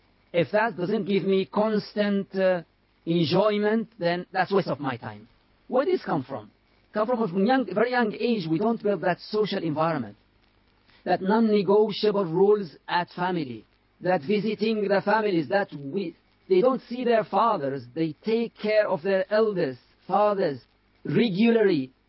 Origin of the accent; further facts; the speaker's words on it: United Arab Emirates; I grew up in Emirates, not in Mauritania.